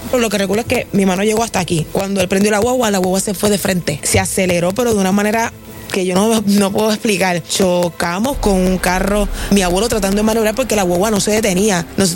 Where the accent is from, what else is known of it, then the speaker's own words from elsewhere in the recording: San Juan, Puerto Rico; yo me crié en el pueblo de San Juan, en Santurce, en el Callejón Progreso. Yo básicamente me crié en una casita de madera, en un callejón